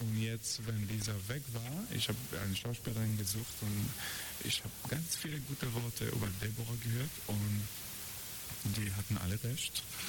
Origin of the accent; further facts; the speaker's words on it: Israel; now in Berlin, Germany; Ich bin in Israel geboren und aufgewachsen. Ich bin jetzt in Berlin seit fast 11 Jahren.